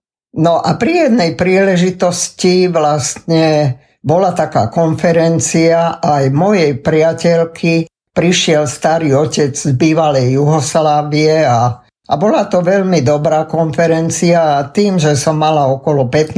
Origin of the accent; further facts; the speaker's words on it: Bratislava, Bratislava Region, Slovakia; a pochádzam z Bratislavy.